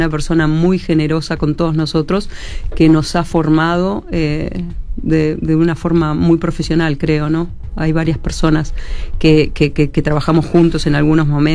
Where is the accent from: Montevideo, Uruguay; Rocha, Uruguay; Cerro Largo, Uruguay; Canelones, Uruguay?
Montevideo, Uruguay; moved away as an adult; also born or lived in Punta del Este, Uruguay; Nací acá, nací en el Hospital Cantegril, en unas vacaciones o en un año que mis padres estuvieron viviendo acá, y después volvimos a Montevideo, donde viví hasta los 18 años, que después empecé a viajar, viví por muchos lugares.